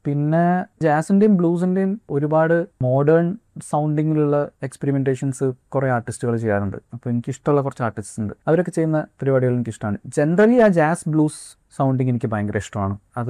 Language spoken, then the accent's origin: Malayalam; Malappuram, Kerala, India; also born or lived in Wayanad; ഞാൻ മലപ്പുറംകാരനാണ്, പിന്നെ വയനാട്ടിൽ 5 വർഷം ജീവിച്ചിട്ടുണ്ട്.